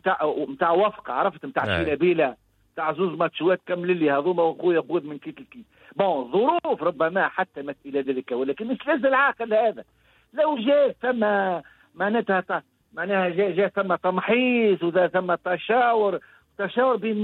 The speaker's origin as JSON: {"language": "Arabic", "country": "Tunisia", "said": "أنا كمواطن تونسي عايش في البيت"}